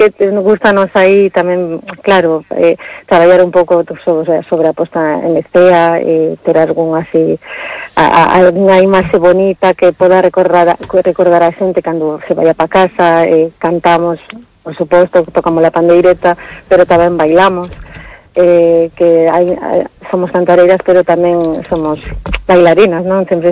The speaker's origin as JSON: {"language": "Galician", "town": "Brussels", "region": "Brussels-Capital Region", "country": "Belgium", "tie": "born or raised there", "said": "cando decimos somos de Bruselas e nacimos en Bruselas"}